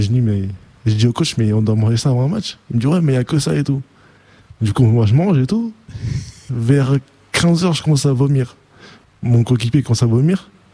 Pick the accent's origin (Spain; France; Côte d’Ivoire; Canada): Spain; Et ouais, j'ai vécu toutes mes années là-bas, j'ai commencé le basket ici. Donc je suis espagnol moi.